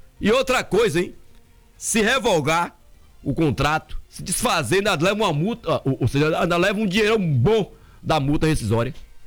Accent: Brazil; Sou brasileiro.

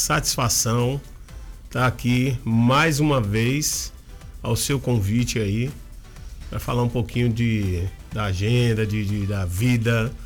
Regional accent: Bahia, Brazil; Mas eu sou da Mangabinha.

